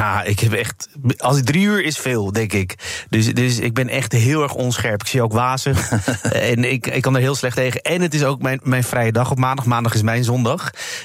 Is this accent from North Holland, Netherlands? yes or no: yes; Amsterdam, North Holland, Netherlands; Ja, ik ben in deze buurt opgegroeid, want waar dit wordt opgenomen in Amsterdam-Oost. En daar, dat was altijd heel erg divers.